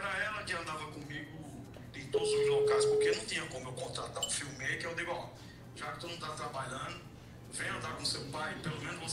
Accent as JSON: {"language": "Portuguese", "town": "Cajazeiras", "region": "Paraíba", "country": "Brazil", "tie": "born or raised there", "said": "Na minha terra, Cajazeiras, Fabiano, lá eu tirei mais de 1.000 votos para deputado estadual, sem apoio."}